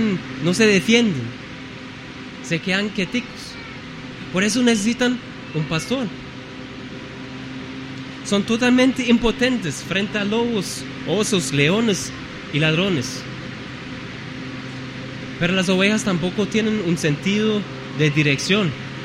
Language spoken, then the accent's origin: Spanish; Germany; moved away; En mi país, en Alemania, hay pastores.